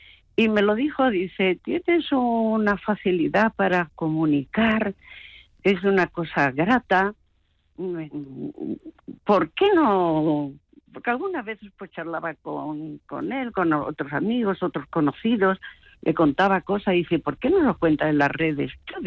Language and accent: Spanish; Andalusia, Spain